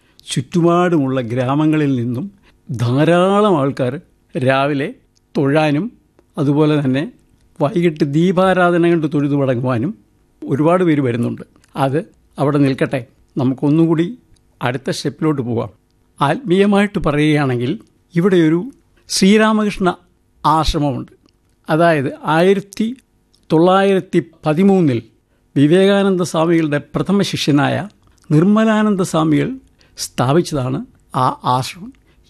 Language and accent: Malayalam; Thiruvalla, Kerala, India; ഞാൻ ജനിച്ചു വളർന്നത് മധ്യ തിരുവിതാംകൂറിലെ തിരുവല്ല എന്ന് പറഞ്ഞ സ്ഥലത്താണ്.